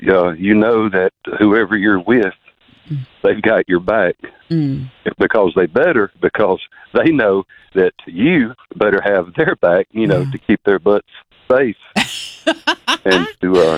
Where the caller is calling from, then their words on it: Alabama, United States; Down here in Tuscaloosa County.